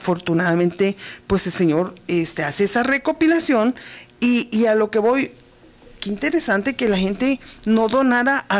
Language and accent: Spanish; Cananea, Sonora, Mexico; las interesantes, divertidas, fabulosas historias de mi pueblo